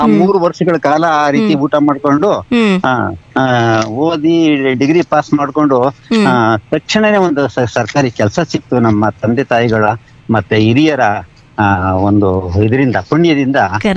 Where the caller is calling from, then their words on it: Mandya, Karnataka, India; ಮಂಡ್ಯದಿಂದ